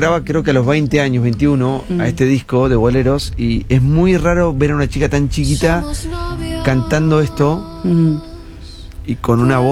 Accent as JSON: {"language": "Spanish", "country": "Argentina", "said": "qué fuerte esto para un argentino que anda por el mundo."}